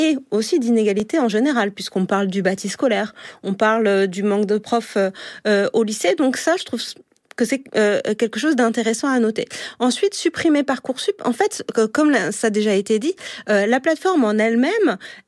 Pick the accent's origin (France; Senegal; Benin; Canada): France; Saint-Quentin-en-Yvelines, Île-de-France